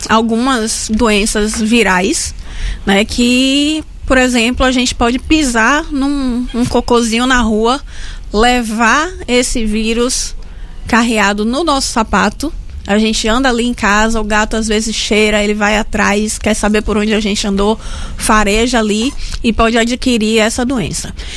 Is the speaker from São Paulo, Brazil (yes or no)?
no; Feira de Santana, Bahia, Brazil; eu sou de Feira de Santana também, então adoro.